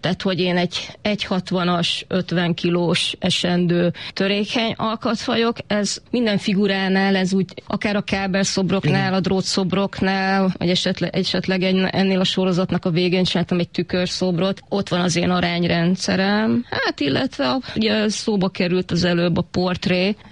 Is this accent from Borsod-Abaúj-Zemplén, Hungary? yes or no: no; Eger, Heves, Hungary; Egerben a Hajdúhegy részén lakunk.